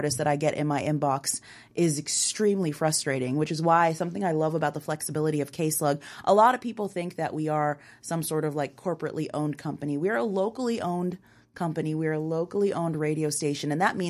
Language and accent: English; Bahrain; moved away; growing up in Bahrain